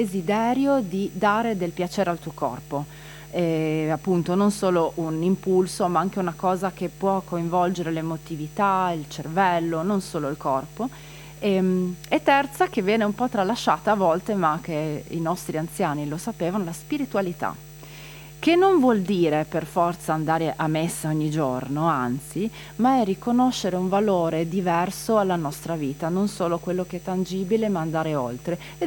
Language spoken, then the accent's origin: Italian; Villesse, Friuli-Venezia Giulia, Italy; first language Friulian; Italian is a second language; noi siamo un po' strani perché siamo in Venezia Giulia, ma siamo anche friulani. Quindi ogni volta dico friulano, ma dovrei dire Friul Giuliana